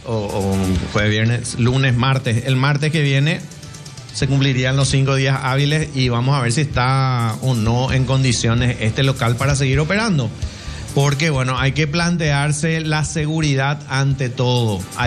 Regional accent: Asunción, Paraguay; born there; No, yo nací en Asunción.

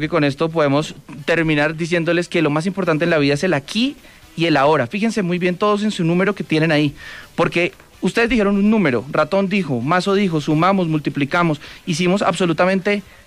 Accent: Bogotá, Colombia; yo soy de Bogotá.

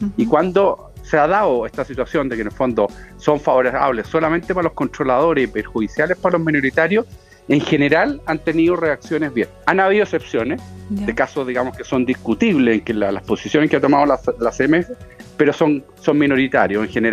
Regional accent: Chile

